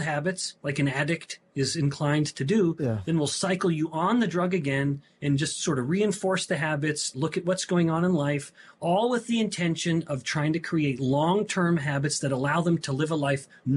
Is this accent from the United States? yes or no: no; Canada; I was amused, of course, as a Canadian boy to be invited to have such influence on U.S. politics and strategy.